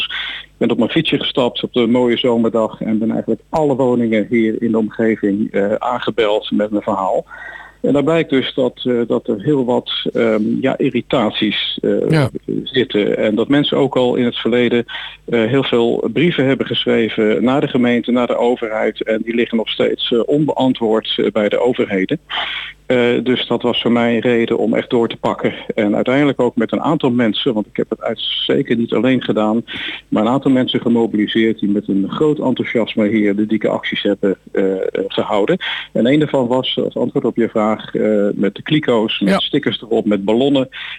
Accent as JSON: {"language": "Dutch", "town": "Rotterdam", "region": "South Holland", "country": "Netherlands", "moved": "as an adult", "lives_now": "Amsterdamse Straatweg (N221), near Soest, Netherlands", "said": "Ik woon zelf, we komen uit Rotterdam en omstreken."}